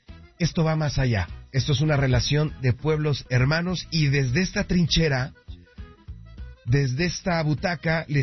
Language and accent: Spanish; Mexico; nosotros como mexicanos amamos a los argentinos, nosotros como mexicanos respetamos a los argentinos